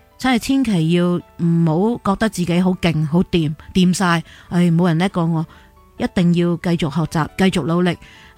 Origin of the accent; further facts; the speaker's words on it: Hong Kong; 令到尤其是我哋喺香港长大嘅朋友咧，系好有共鸣咯。